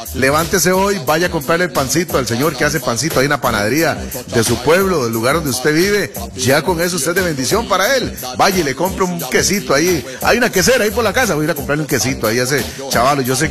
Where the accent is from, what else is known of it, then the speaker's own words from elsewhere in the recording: San José, Costa Rica; yo viví en Zapote, nací en Zapote, entonces de toda mi vida pasé metido en las fiestas.